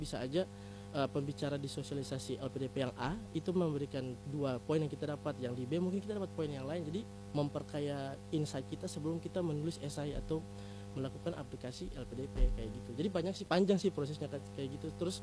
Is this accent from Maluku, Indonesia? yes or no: yes; Ambon, Maluku, Indonesia; moved away as an adult; dari kelompok Musawana, asal saya dari Ambon, Maluku